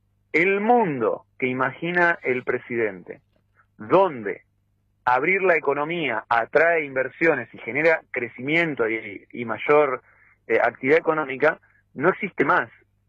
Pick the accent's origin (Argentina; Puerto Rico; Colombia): Argentina; la mayoría de los argentinos no tenemos nada que decir.